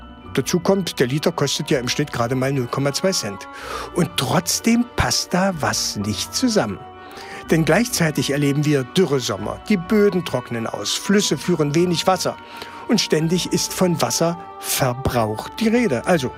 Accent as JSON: {"language": "German", "region": "Saxony-Anhalt", "country": "Germany", "said": "Ich komme aus Sachsen-Anhalt. Da, wo ich wohne, schlägt der Regenschatten des Harzes voll zu."}